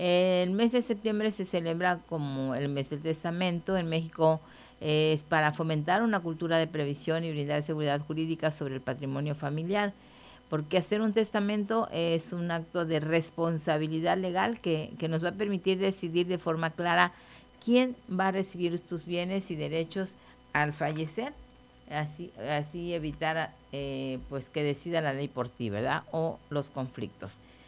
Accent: Chile; a escuchar con banda de mi tierra chilena

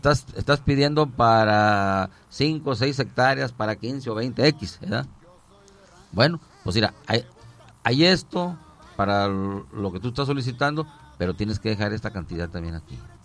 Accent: Pueblo Juárez, Mexico; el ejido de donde yo soy originario, que es de Pueblo Juárez

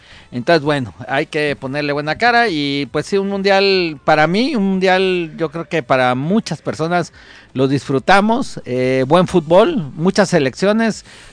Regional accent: Mexico

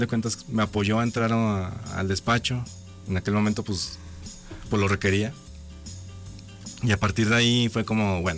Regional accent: Aguascalientes, Mexico; Yo soy de aquí de Aguas.

